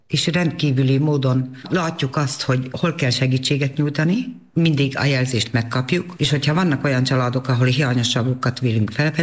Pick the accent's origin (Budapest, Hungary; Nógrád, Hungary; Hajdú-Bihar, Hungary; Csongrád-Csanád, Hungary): Nógrád, Hungary; Karancsalja; felzárkózó település vagyunk